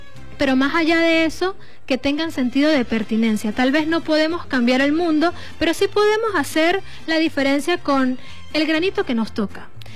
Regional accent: El Vigía, Mérida, Venezuela; mi hermosa tierra, el estado Mérida, porque amén, también acá en el municipio del Alberto Adriani somos parte del estado Mérida. Somos la puerta de los Andes

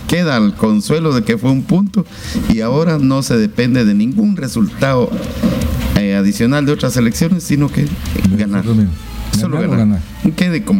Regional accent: Nueva Santa Rosa, Santa Rosa, Guatemala; allá en mi tierra, Nueva Santa Rosa.

